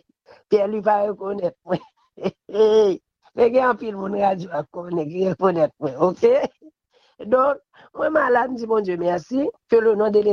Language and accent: French; Haiti; Donc moi-même, c'est vrai, je voulais nous être ensemble en tant qu'Haïtien